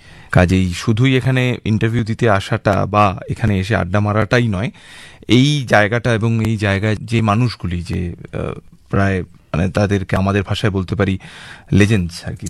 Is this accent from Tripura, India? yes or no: no; Bidhannagar, West Bengal, India; also born or lived in North Kolkata; আমি সল্টলেকের ছেলে, আমার আমি জয়েন্ট ফ্যামিলিতেই বড় হয়েছি, দাদু ঠাকুমা মা বাবা কাকা কাকিমা বোন, আমার পড়াশোনা ও স্কুলিংও সল্টলেকেই